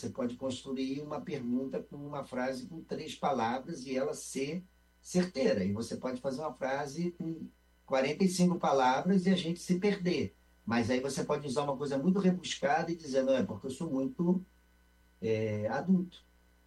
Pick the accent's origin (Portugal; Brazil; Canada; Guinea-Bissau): Brazil; Rio de Janeiro; also born or lived in Alegrete, Rio Grande do Sul / northern Brazil; Eu sou nascido no Rio Grande do Sul, mas a minha vida toda foi no Rio de Janeiro. Eu só nasci no Alegrete e de lá eu vim para o Rio. Tive uma passagem pelo norte do Brasil, onde eu morei alguns anos, com os meus pais, eu era criança.